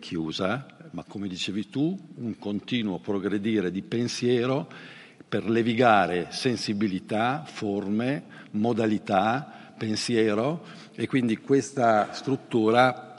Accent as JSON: {"language": "Italian", "region": "Trentino-Alto Adige", "country": "Italy", "said": "Le tue opere, il Trentino, e lo dico da Trentino orgoglioso, ospita delle straordinarie tue opere."}